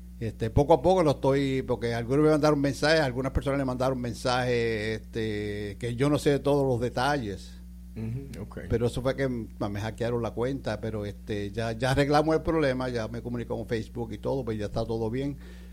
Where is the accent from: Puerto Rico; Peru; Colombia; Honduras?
Puerto Rico; la música que nos identifica como puertorriqueños